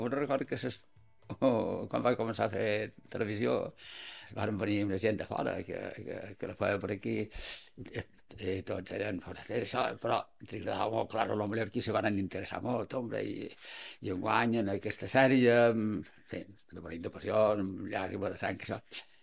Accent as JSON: {"language": "Catalan", "town": "Palma", "region": "Balearic Islands", "country": "Spain", "tie": "born or raised there", "said": "vaig néixer a Palma, ja són dels Hostalets. Exactament de Can Capes són jo."}